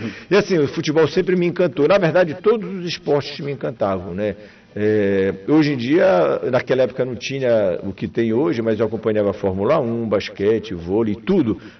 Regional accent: Curuçá, Pará, Brazil; now in Belém, Brazil; nós somos de Curuçá, meu pai vinha assistir os jogos com meus irmãos mais velhos aqui em Belém e voltava para Curuçá, né?

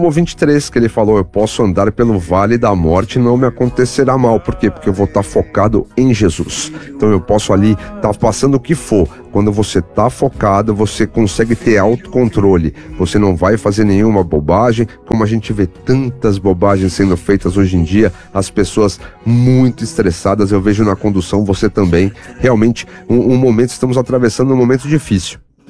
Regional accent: Monte Mor, São Paulo, Brazil; Olha aqui, padre, eu sou de Monte Mor.

